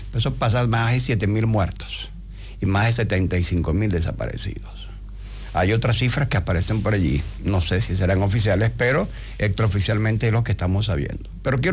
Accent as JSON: {"language": "Spanish", "country": "Venezuela"}